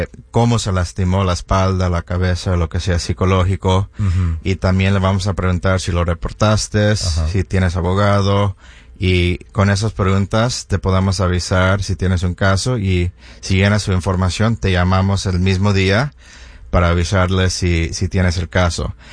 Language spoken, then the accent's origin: Spanish; Mexico